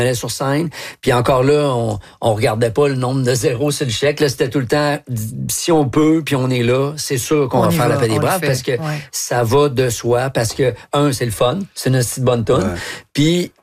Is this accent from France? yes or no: no; Quebec, Canada; moi, je viens du Québec, mes parents viennent de la Côte-Nord, j'ai des amis de partout dans le monde